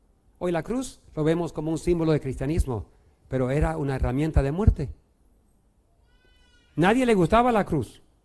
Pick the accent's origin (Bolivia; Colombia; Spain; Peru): Bolivia; Beni; Eso me hizo recordar en el Beni, cuando me crié en el Beni, yo con mis padres y mis suegros hemos ido por carretón por 18, 24 horas en carretón.